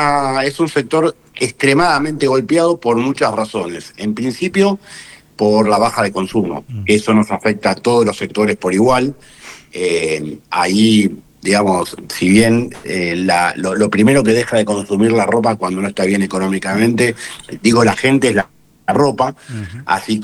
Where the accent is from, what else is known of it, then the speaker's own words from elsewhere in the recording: Argentina; somos una marca de nicho que hablamos de lo que somos los argentinos por medio de remeras.